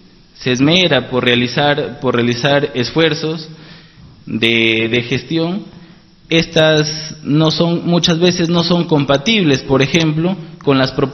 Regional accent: Bagua Grande, Amazonas, Peru; yo soy nacido acá en Baguarande, formaba acá en los colegios de esta ciudad

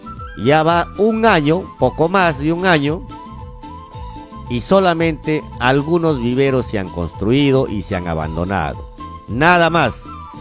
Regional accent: Utcubamba Province, Amazonas, Peru; moved away; yo ya tengo 57 años de vida natural de esta provincia de Utcubamba y ahora regresé a mi pueblo para trabajar.

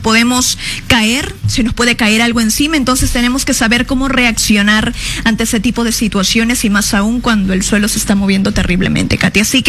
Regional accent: Peru; todos estamos invitados, por favor, a hacer conciencia como peruanos

